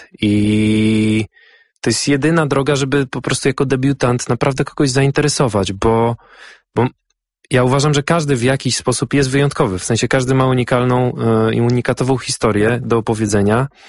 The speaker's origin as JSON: {"language": "Polish", "town": "Skierniewice", "region": "Łódź Voivodeship", "country": "Poland", "tie": "born there"}